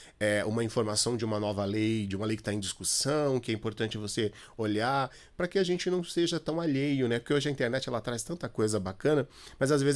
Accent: Mato Grosso do Sul, Brazil; eu, que sou do Mato Grosso do Sul, finalzinho, são dois estados, Mato Grosso lá em cima e Mato Grosso do Sul embaixo

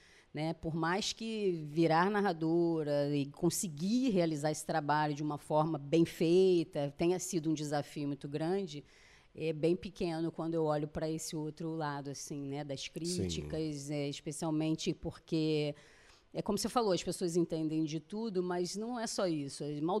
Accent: Rio de Janeiro, Brazil; Eu sou muito carioca, assim, da gema, né?

